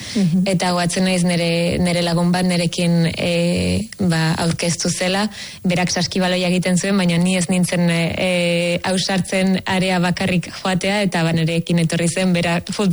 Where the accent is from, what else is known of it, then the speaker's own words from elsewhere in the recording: Añorga, Basque Country, Spain; ni Añorgakoa naiz, orduan berarekin egotea hemen nik uste dut ezin hobea dela